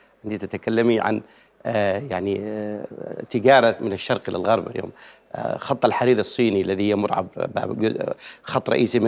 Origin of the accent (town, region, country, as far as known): Yemen